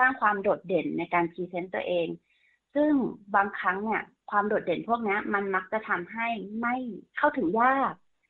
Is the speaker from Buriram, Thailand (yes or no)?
no; Chiang Mai, Thailand; เดิมทีนะคะ … เป็นคนจังหวัดเชียงใหม่ค่ะเกิดแล้วก็โตที่จังหวัดเชียงใหม่นะคะ